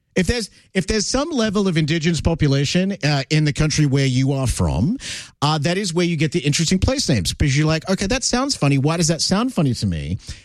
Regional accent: Australia; moved away; I grew up in Australia watching Degrassi, and when I moved to the east side, the first place I went that day was Degrassi Street.

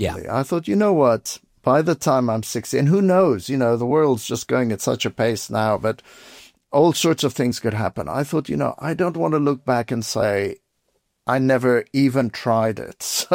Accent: Beirut, Beirut Governorate, Lebanon; I was a kid growing up in Beirut, Lebanon. There was a civil war going on. I was 10 years old.

